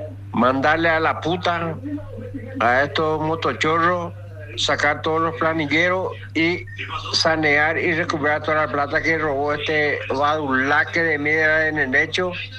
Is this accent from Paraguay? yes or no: yes; Asunción, Paraguay; born there; moved away; Aunque yo no soy de Asunción, nací en Asunción, pero me radiqué a otro lado.